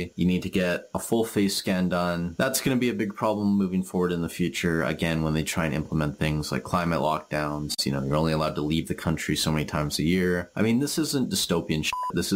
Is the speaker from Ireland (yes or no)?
no; Canada; Now, for me, as a Canadian citizen who definitely does not agree with the current government and what's going on